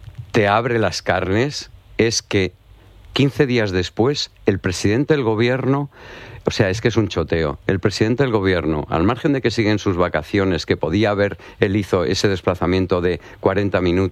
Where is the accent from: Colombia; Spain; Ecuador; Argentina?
Spain; Ceuta; yo soy ceutí y me acuerdo de su abuela